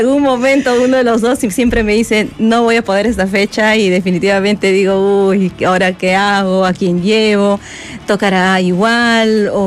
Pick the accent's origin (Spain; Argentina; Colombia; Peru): Peru; Lima; born there; Yo soy limeña, mi papá es de Huaraz, de un distrito llamado Pira, que está aproximadamente a 2 horas y media, 3 horas de Huaraz.